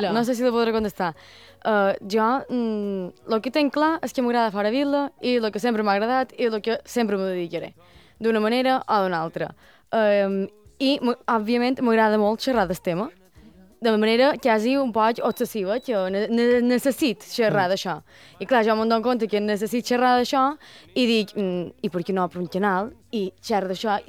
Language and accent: Catalan; Manacor, Balearic Islands, Spain; De Manacor, crec que se nota.